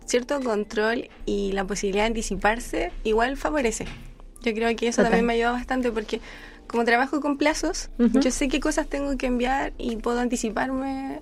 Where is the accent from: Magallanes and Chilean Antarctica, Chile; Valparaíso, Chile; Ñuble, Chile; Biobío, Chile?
Ñuble, Chile; Chillán; born there; Acá, soy de Chillán.